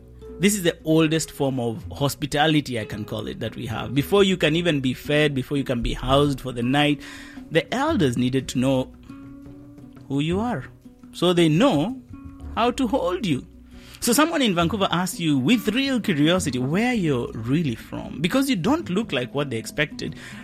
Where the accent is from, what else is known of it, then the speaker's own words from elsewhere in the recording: Kenya; But growing up in Kenya, never.